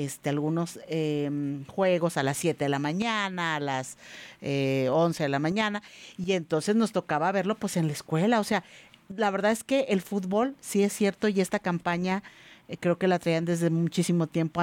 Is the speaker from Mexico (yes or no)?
yes; Mexico; somos los mexicanos de que para todo queremos sacar una carnita asada